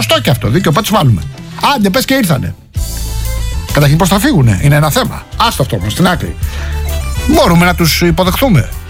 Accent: Rafina, Attica, Greece; τη Ραφίνα, την πατρίδα μου.

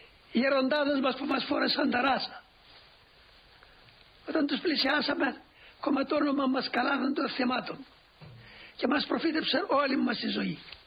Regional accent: Greece; εμείς οι Έλληνες

